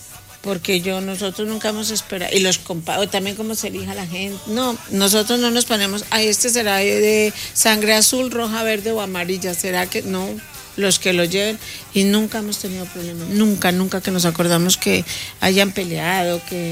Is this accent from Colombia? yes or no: yes; Colombia; now in Ecuador; Y yo llamé a mi casa, a Colombia